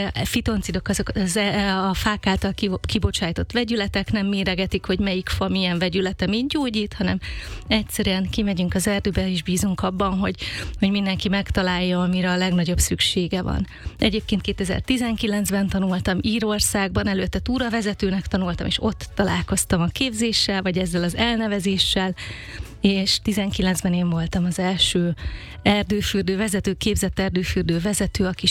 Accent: Eastern Hungary, Hungary; Nagyon sok felől, mi sokat költöztünk, de alapvetően azért az alföldi régióhoz, Kelet-Magyarországhoz kötöm magam.

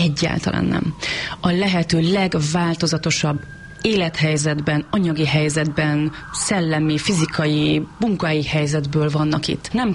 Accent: Borsod-Abaúj-Zemplén, Hungary; Én borsodi lány vagyok egyébként.

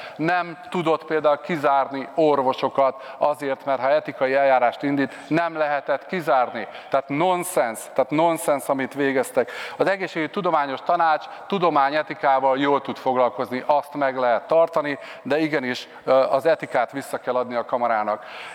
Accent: Hidas, Baranya, Hungary; Én falun nőttem föl, Hidason

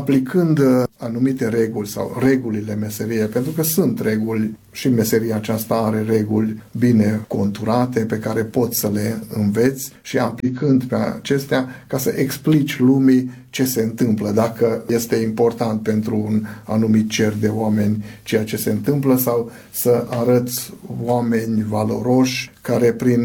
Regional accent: Hungary; în timpul zilei noi practicăm mai mult limba majoritară a țării

